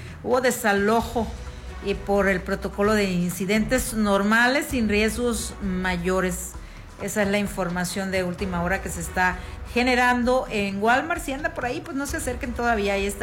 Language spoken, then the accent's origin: Spanish; Mexico; refiriéndonos a nuestro país